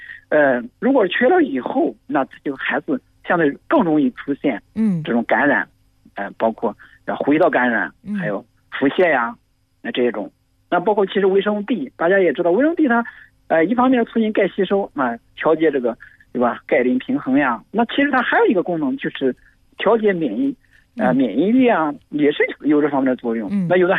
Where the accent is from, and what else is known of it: China